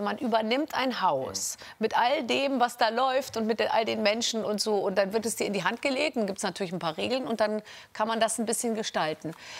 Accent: Munich, Bavaria, Germany; now in Hamburg, Germany; 2 Münchner in Hamburg, das habe ich auch immer geschaut. Ich komme ja auch aus München.

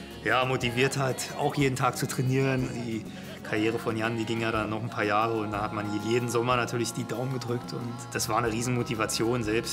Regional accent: Germany; Als Deutscher

